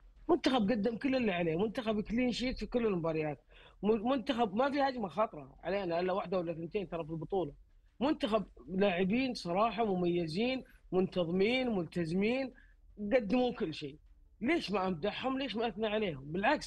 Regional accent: Saudi Arabia

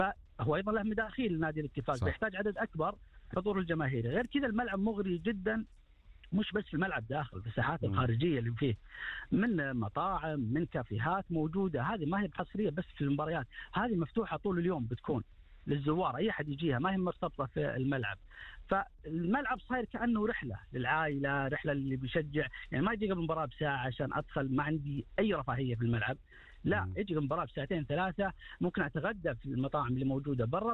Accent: Eastern Province, Saudi Arabia; احنا من أهل الشرقية

